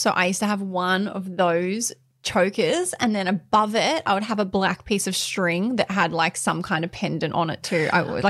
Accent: Port Macquarie, New South Wales, Australia; I'm from a small town. I was from Port Macquarie. That fashion did not make it up there and we did not have those stores.

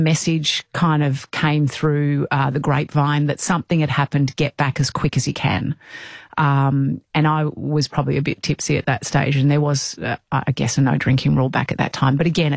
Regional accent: Melbourne, Victoria, Australia; I was from Melbourne

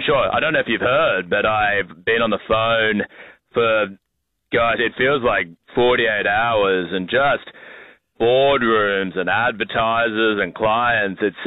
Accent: Brisbane, Queensland, Australia; I'm a Queenslander from way back. I was going barefoot to my private school in Brisbane since 1970, 1980, when I was growing up on the outskirts there.

